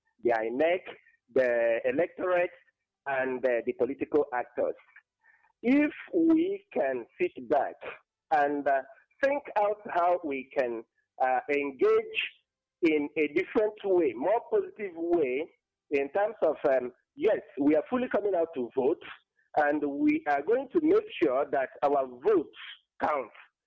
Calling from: Akeze, Borno, Nigeria; I'm calling in from Akeze, Borno State.

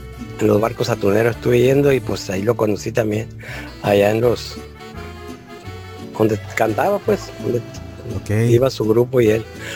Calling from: Sonora, Mexico; Yo soy de Sonora y señor Celaya. Y pues estuve yendo también acá para Sinaloa como 10 años.

